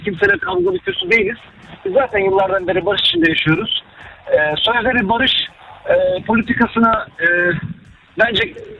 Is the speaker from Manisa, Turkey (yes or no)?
no; Zonguldak, Turkey; Şimdi ben bir Zonguldaklıyım. Öncelikle onu söyleyeyim. Tüm Karadeniz vilayetleri olduğu gibi Zonguldak da milliyetçi bir şehirdir.